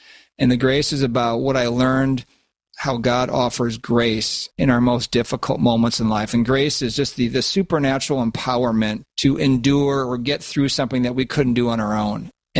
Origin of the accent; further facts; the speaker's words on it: Minnesota, United States; I love being around my family and close friends back here where I grew up in Minnesota. I still reside here.